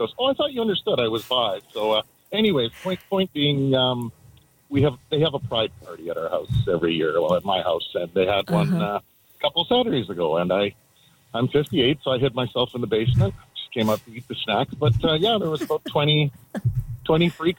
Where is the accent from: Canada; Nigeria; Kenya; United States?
Canada; Edmonton, Alberta; I'm actually from Edmonton.